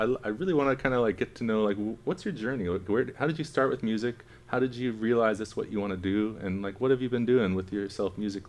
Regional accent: Washington, United States; moved away; That's my hometown, man.

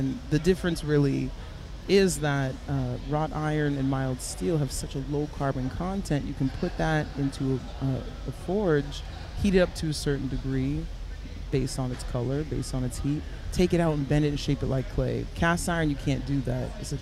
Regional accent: Boston, Massachusetts, United States; also born or lived in New York City; now in New Orleans, United States; I grew up in the greater Boston area. I lived in New York City for a while, but once New Orleans calls you, it's hard to, put that phone down.

